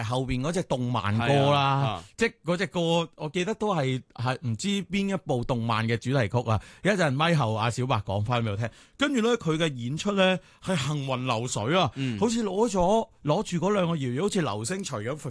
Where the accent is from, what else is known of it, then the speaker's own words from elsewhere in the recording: Hong Kong; 我哋香港人嚟噶